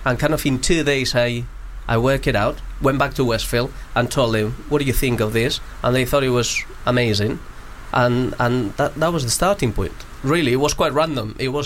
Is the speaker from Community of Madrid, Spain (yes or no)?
yes; Madrid, Community of Madrid, Spain